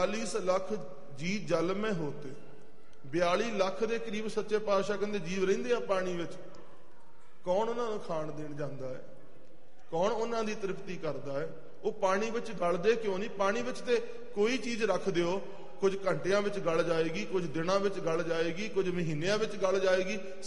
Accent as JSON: {"language": "Punjabi", "region": "Punjab", "country": "India", "tie": "born or raised there", "moved": "yes", "said": "ਜਿਵੇਂ ਅਸੀਂ ਜੰਮੇ ਪਲੇ ਪੰਜਾਬ ਦੇ ਹਾਂ, ਜਦੋਂ ਅਸੀਂ ਬਾਹਰ ਆਉਂਦੇ ਹਾਂ ਅਸੀਂ ਕਹਿੰਦੇ ਹਾਂ ਇਹ ਕੈਨੇਡਾ ਵਿਦੇਸ਼ ਗਿਆ ਹੋਇਆ"}